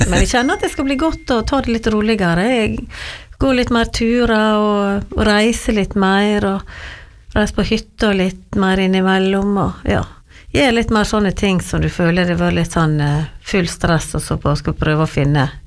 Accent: Giske, Møre og Romsdal, Norway; jeg vokste opp på Giske da, selv om jeg var nesten 8 år før jeg kom dit.

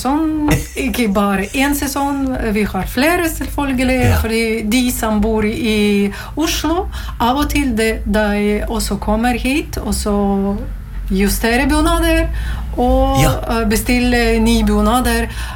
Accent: Latvia; Norwegian is a second language; now in Norway; Jeg kom fra Latvia, og så bor i Norge 14 år.

